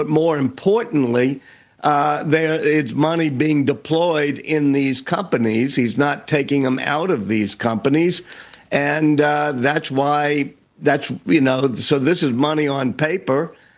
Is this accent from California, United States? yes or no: no; New Orleans, Louisiana, United States; my hometown of New Orleans